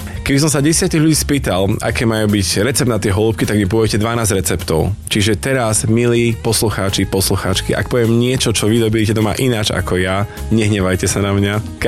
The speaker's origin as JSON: {"language": "Slovak", "town": "Holčíkovce", "region": "Prešov Region", "country": "Slovakia", "said": "u nás doma v Holčíkovce sa robia zo sladkej kapusty"}